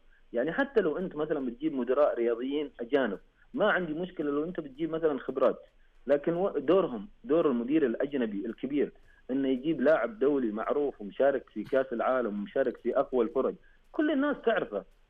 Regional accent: Saudi Arabia; طموحاتنا كسعوديين

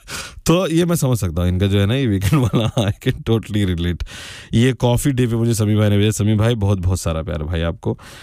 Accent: Delhi, India; ये तो मेरे मोहल्ले की बात हो गई, सिर्फ शहर की नहीं।

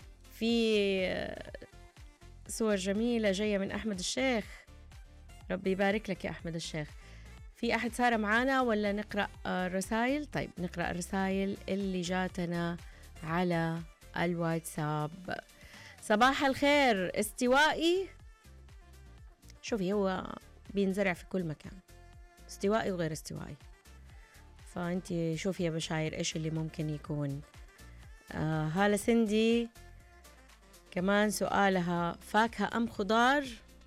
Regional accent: Mecca, Makkah Province, Saudi Arabia; طيب عبير، الله بنت مكة، انا كمان بنت مكة

